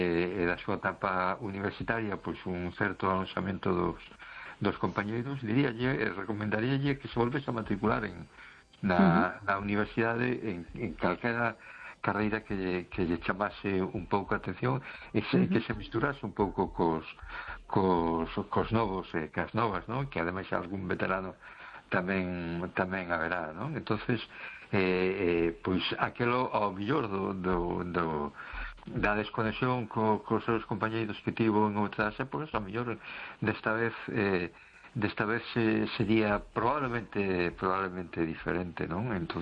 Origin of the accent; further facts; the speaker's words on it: A Coruña, Galicia, Spain; Hola, buenas noches … de Coruña.